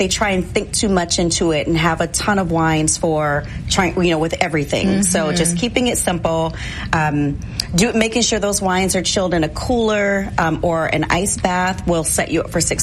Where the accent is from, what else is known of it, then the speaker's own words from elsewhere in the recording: South Carolina, United States; accent: southern; Well, I'm from South Carolina, which you're probably hear some of my southern accents come out